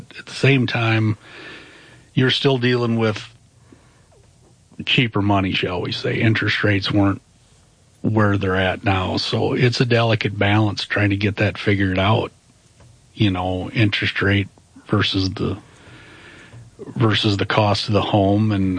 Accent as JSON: {"language": "English", "town": "Rushmore", "region": "Minnesota", "country": "United States", "tie": "born or raised there", "said": "And I grew up in Rushmore in Southwest Minnesota, so always kind of around in there"}